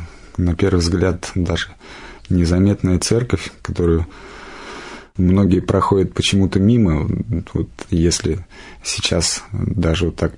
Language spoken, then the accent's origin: Russian; Lesnoy, Moscow Oblast, Russia; Я сам живу из Подмосковья, в Подмосковье, поселок Лесной, в Пушкинском районе, и, в общем-то, вся жизнь моя прошла. Детство там такое вот невыездное, наверное.